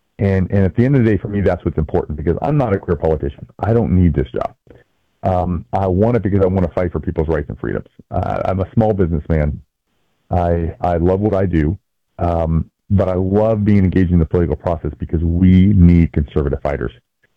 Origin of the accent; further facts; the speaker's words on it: Athens, Alabama, United States; I'm from North Alabama, right? I'm from Athens. I'm a hometown boy.